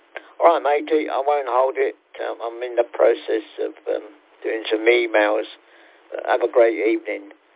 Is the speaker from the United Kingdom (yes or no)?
yes; London, United Kingdom; now in Billingshurst, United Kingdom; Yeah, I've lived in this part for quite some years now. I'm originally from London. Kennington originally, but been down here quite some years and settled down quite happily. Do love the countryside now and not smoky old London.